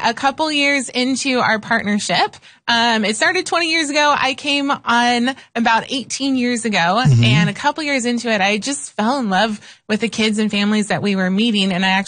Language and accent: English; Visalia, California, United States; No, I grew up in Visalia.